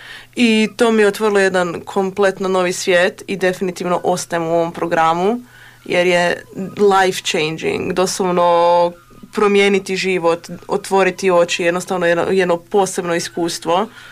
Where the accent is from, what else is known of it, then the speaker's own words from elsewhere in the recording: Pula, Istria County, Croatia; ja sam iz Pule, ja sam odrasla u Puli, živim u Hrvatskoj cijeli život.